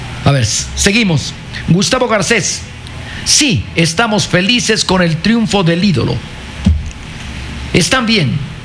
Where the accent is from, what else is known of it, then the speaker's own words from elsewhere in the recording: Quito, Pichincha, Ecuador; Cordiales saludos desde Quito. Soy quiteña y la gente se sorprende porque soy hincha de Macará.